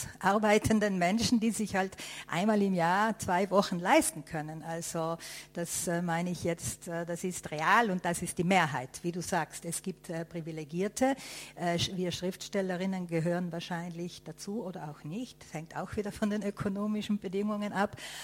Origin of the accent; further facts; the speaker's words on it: Tyrol, Austria; Das ist mein Recht als Tirolerin.